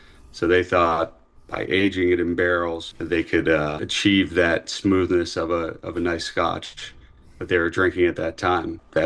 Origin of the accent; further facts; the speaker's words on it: Bermuda; We don't even have a national anthem, but we have a national cocktail. … because we're still a British territory.